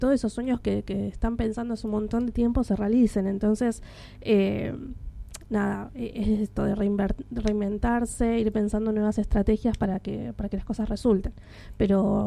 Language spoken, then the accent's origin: Spanish; Argentina; nosotros somos argentinas.